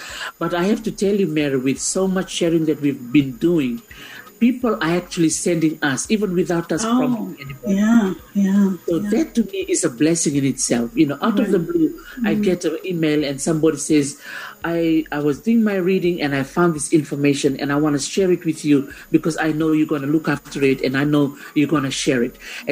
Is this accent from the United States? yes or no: no; Fiji; now in England; I'm from Fiji and I'm here in this room in England.